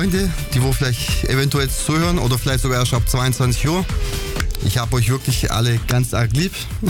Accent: Nürtingen, Baden-Württemberg, Germany; Ich komme aus Nürtingen, also nicht weit weg von hier.

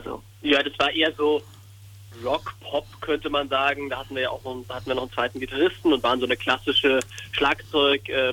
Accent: Germering, Bavaria, Germany; Ich komme aus Germering, aber das ist nur ein Katzensprung.

